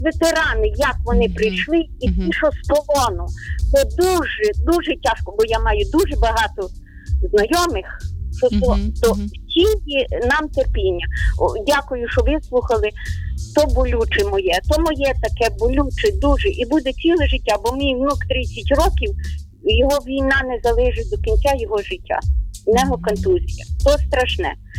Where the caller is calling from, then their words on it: Ternopil Oblast, Ukraine; Я з України. Тернопільщина